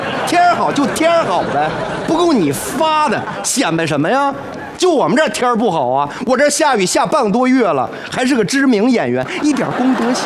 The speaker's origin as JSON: {"language": "Chinese", "region": "Henan", "country": "China", "moved": "yes", "lives_now": "Tianjin, China", "said": "我是河南人，我就是在天津工作。"}